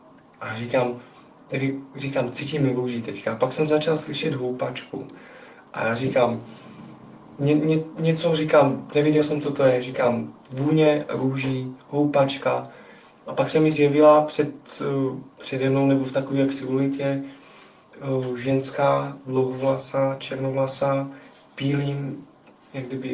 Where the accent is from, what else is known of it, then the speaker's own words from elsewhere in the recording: Slovakia; Czech is a second language; Snažím mluvit česky, ale jsem původem Slovák a napůl Bulhár.